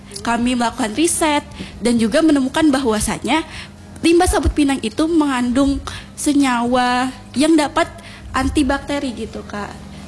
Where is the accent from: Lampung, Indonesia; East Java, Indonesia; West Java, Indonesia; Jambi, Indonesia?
Jambi, Indonesia; Untuk saya sendiri itu berasal dari UMPE kak. UP itu salah satu daerah penghasil pinang terbesar di Jambi.